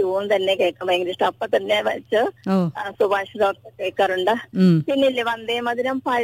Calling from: Vaikom, Kerala, India; എന്റെ ഹസ്ബൻഡ് വീട് വൈക്കമാണ്. ഞങ്ങള് ഇങ്ങോട്ടേക്ക് ഇവിടെയാ താമസിക്കുന്നത്.

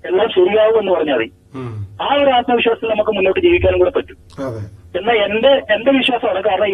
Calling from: Kasaragod, Kerala, India; ഞാൻ കാസർഗോഡ് നിന്നാണ് വിളിക്കുന്നത്.

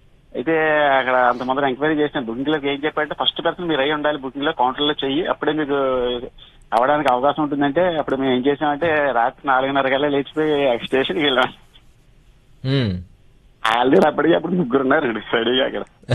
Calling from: Rajahmundry, Andhra Pradesh, India; నేను రాజమండ్రి నుంచి మాట్లాడుతున్నాను సార్.

